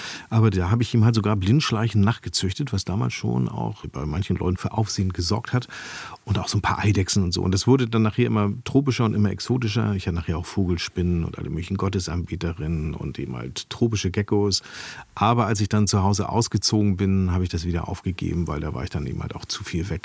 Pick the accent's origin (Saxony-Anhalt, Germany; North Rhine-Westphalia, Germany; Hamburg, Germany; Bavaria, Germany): Hamburg, Germany; born or raised there